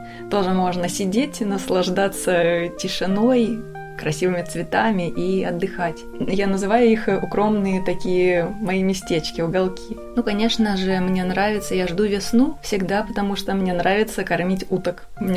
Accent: Bryansk, Bryansk Oblast, Russia; now in Oryol, Russia; Я сама не из Орла, я из Брянска. И я приехала сюда учиться.

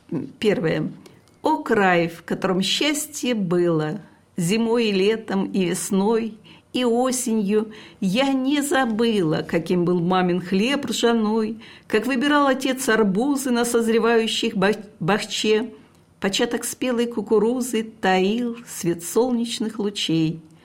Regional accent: Sumy Oblast, Ukraine; now in Oryol, Russia; я родилась на Украине

